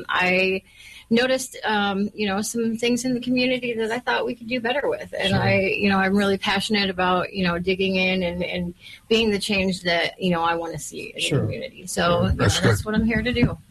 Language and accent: English; Muskegon, Michigan, United States; moved away as an adult; also born or lived in Sacramento, California; Well, I am originally from Muskegon. I was born here at Hackley Hospital, but at 19, I moved to California. I lived in Northern California right outside of Sacramento for a little over 20 years. And I moved back in 2018 to take care of my mom.